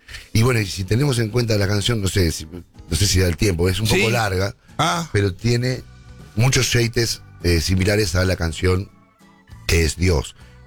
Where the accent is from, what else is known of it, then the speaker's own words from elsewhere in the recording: Argentina; nosotros como argentinos